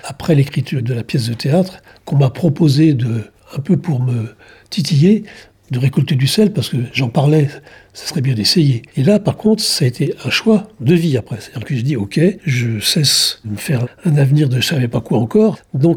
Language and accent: French; Saint-Nazaire, Pays de la Loire, France; born there; moved away as an adult; also born or lived in Morbihan / Le Mans / Caen / Nantes; J'avais d'abord grandi dans le Morbihan, puis à Saint-Nazaire, puisque mon père était chaudronnier au chantier. Et quand j'ai quitté Saint-Nazaire après le lycée, je suis allé au Mans, à Caen, pour poursuivre des études.